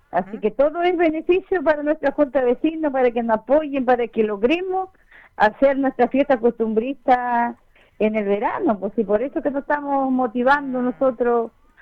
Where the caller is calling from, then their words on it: Chile